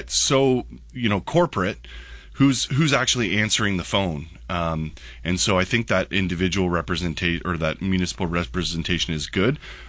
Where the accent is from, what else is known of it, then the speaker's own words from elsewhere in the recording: Grimsby, Ontario, Canada; I was born in Grimsby, I'm going to die in Grimsby, and I'm Grimsby.